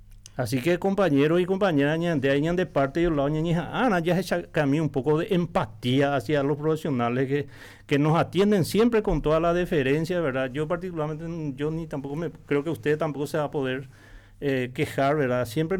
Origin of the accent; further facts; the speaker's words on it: Paraguay; como ciudadanos paraguayos también que pagamos nuestros impuestos